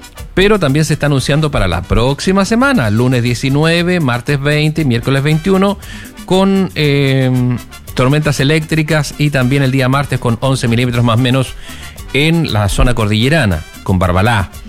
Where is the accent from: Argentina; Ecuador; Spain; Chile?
Chile